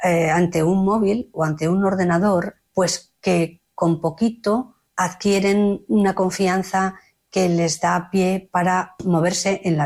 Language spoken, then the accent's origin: Spanish; Finisterre, Galicia, Spain; entonces Sevilla, en el año 70, estaba muy lejos de Finisterre, que es de donde yo soy, en todos los sentidos.